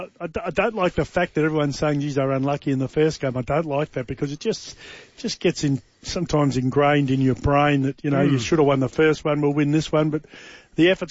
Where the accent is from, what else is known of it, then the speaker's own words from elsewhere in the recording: Queensland, Australia; I love Queensland, even though I live down here for a long time now.